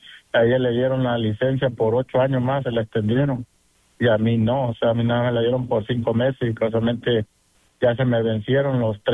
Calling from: North Carolina, United States; Yo soy del estado de Norte Carolina.

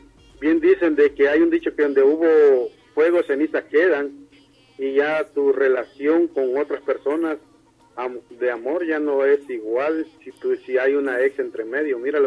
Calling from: El Salvador; yo soy de El Salvador

